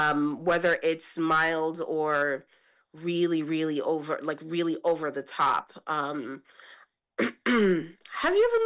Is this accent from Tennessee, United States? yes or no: no; New York City, New York, United States; moved away as an adult; now in New Jersey, United States; I'm in New Jersey, but I am from Brooklyn. I'm a New Yorker.